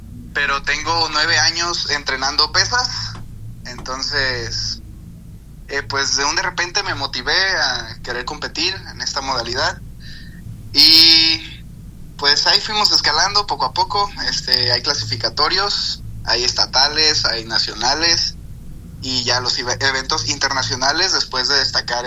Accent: Ixtlán del Río, Nayarit, Mexico; Yo soy originario de Ixtlán del Río, tengo 25 años y pues salí de Ixtlán

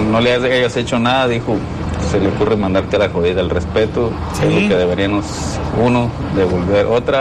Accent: Churumuco, Michoacán, Mexico; moved away; Que yo soy originario de Churumuco, Michoacán.

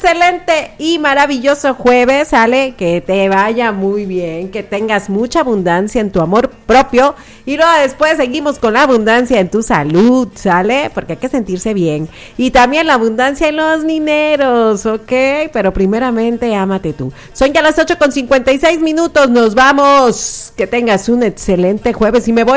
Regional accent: Mexico; los que somos mexicanos y sabemos de qué se trata

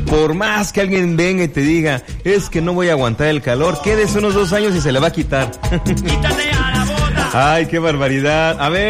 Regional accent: Apatzingán, Michoacán, Mexico; also born or lived in Morelia; yo toda mi infancia y adolescencia la crecí aquí en Apatzingán

